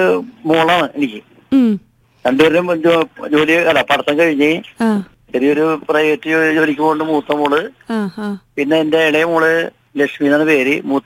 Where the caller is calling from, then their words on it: North Paravur, Kerala, India; എന്റെ വടക്കൻ പറവൂര്.